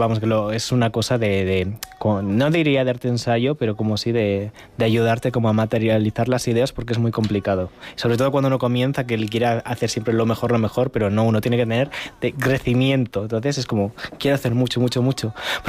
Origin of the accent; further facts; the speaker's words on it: La Guardia, Spain; cuando me preguntaba la gente, oye, ¿de dónde eres yo, La Guardia?